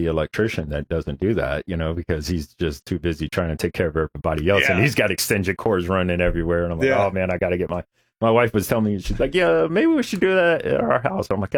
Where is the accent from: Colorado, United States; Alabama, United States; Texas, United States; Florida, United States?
Florida, United States; we're from Florida